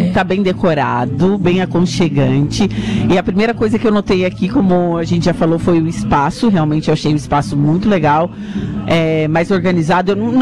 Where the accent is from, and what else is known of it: Torres, Rio Grande do Sul, Brazil; moved away